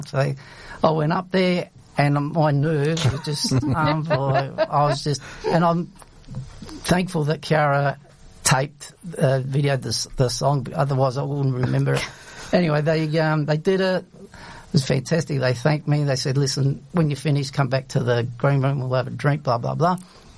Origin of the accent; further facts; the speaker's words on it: Adelaide, South Australia, Australia; listen, mate, I'm from Adelaide. I'm in a band.